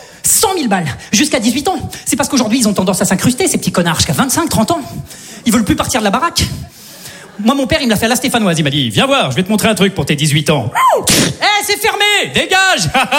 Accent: Saint-Etienne, Auvergne-Rhône-Alpes, France; Tu vois, moi, je viens de Saint-Etienne. Globalement, chez nous, t'as faim, tu prends une arbalète, tu vas chasser, ça s'arrête là, quoi.

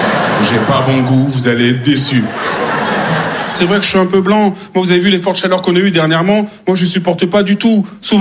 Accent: Gennevilliers, Île-de-France, France; born there; Je suis né à Gennevilliers, je cours pas vite. Voilà, je cours pas vite parce qu'à Gennevilliers, il n'y a pas de lion.

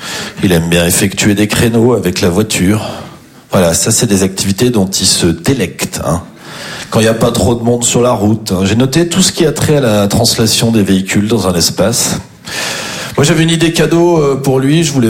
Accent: Champagnole, Bourgogne-Franche-Comté, France

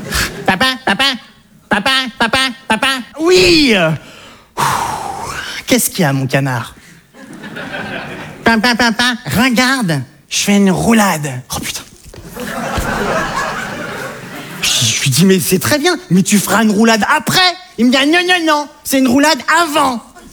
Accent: France; en tant que Français, tu lis le journal, bah, tu bouffes ça comme des tic-tac, quoi.

